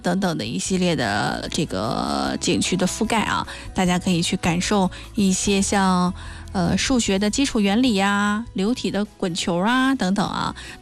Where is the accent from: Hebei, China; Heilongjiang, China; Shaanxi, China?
Hebei, China; 我们作为河北人